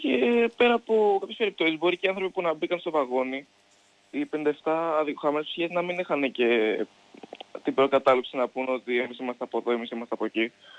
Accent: Greece; στο χωριό μου εδώ πέρα στις Καλλικές

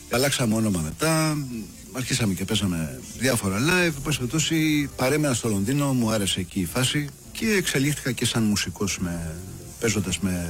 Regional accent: Greece; born there; Greek is a second language; also born or lived in Exarchia, Athens, Greece / Ottawa, Canada; Εγώ μπορεί να γεννήθηκα στα Εξάρχεια, αλλά 10 μηνών έφυγα και πήγαμε με τους γονείς μου, πήγαμε στην Οτάβα, στον Καναδά. Και πλέον όταν γύρισα και συνέχισα στο δημοτικό, εγώ δεν ήξερα αγρή ελληνικά να μιλάω.

